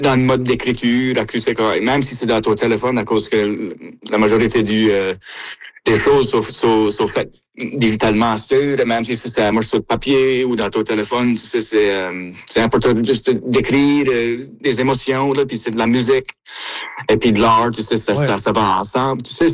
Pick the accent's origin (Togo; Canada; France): Canada; Baie-Sainte-Marie, Nova Scotia; accent: Baie-Sainte-Marie; moi, notre accent à la Baie-Sainte-Marie, dans le sud-ouest de la Nouvelle-Écosse, c'est un peu potent comparé à le restant de la francophonie.